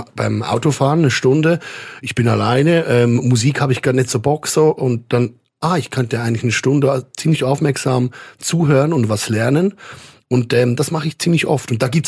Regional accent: Vitznau, Lucerne, Switzerland; Aber ich bin ja tatsächlich im Hotel Fitznauer Hof aufgewachsen, eine Art. Also meine Mutter ist da aufgewachsen

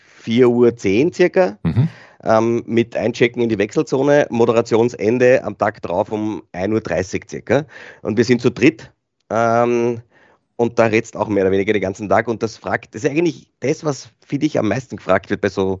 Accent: Austria

